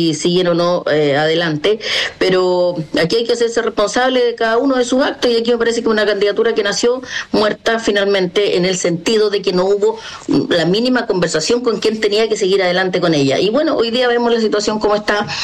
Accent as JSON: {"language": "Spanish", "country": "Chile", "said": "nos representara como chilenos"}